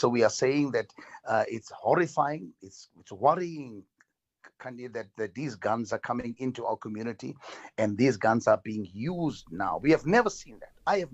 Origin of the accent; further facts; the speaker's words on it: Johannesburg, Gauteng, South Africa; I've been growing up in Westbury. I am 64 years old.